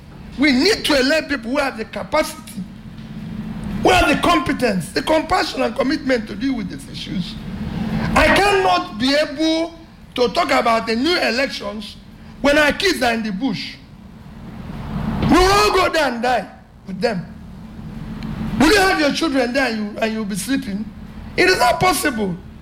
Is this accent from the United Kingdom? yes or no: no; Nigeria; moved away; I'm a Nigerian. I've never had any reason to have any country's passport. I lived abroad for years.